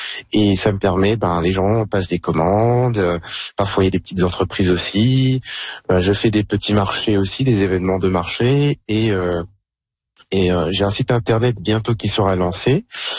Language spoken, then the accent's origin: French; France; now in Saskatchewan, Canada; moi je suis français d'origine, et en fait, tout simplement, les croissants, ça me manque. Et j'ai pas réussi à trouver quelque chose qui me rappelle un peu ma jeunesse, hein, en France.